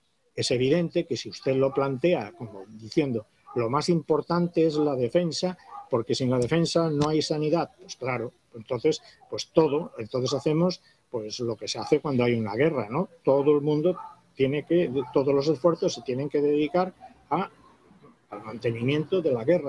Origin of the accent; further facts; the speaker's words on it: Spain; antes soy militar, pero soy español